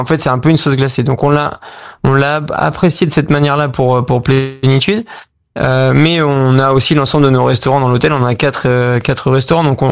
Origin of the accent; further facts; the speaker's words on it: Normandy, France; toute mon éducation et mon enfance en Normandie